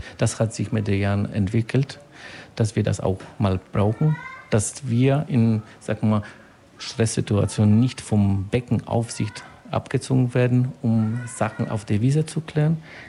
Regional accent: Silesian Voivodeship, Poland; German is a second language; now in Ulm, Germany; Ich komme direkt aus Polen, in Südpolen, in der Nähe von Katowice, aus Oberschlesien. Bin genauso so stolz wie die bayerische Anwohner hier in Deutschland. Das ist ziemlich ähnliche Mentalität und so. Da sind meine Wurzel, das ist meine Familie.

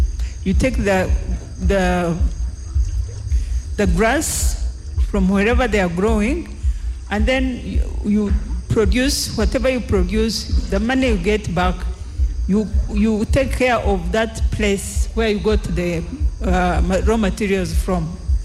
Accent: Rwanda; English is a second language; I'm from Rwanda.

